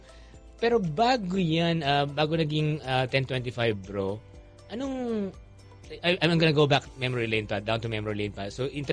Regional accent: Valenzuela, Metro Manila, Philippines; Of course, these guys come from my hometown, ha? Taga Marulas, Valenzuela, itong mga to.

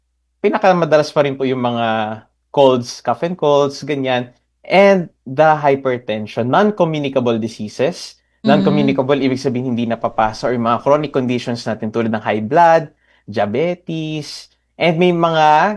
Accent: Central Luzon, Philippines; Ako po ay from Zambales din po. Tubang Zambales.

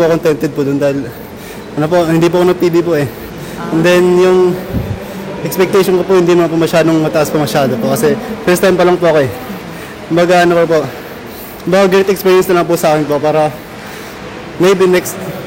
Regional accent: Eastern Visayas, Philippines; Taga Leyte po.

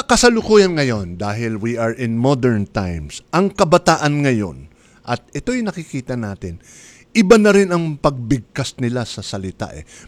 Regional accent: Pasay, Metro Manila, Philippines; when I was growing up sa Pasay City

